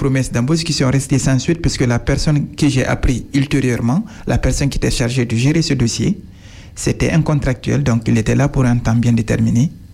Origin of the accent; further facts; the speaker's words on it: Guinea; moved away as an adult; now in France; moi, vu que je suis guinéen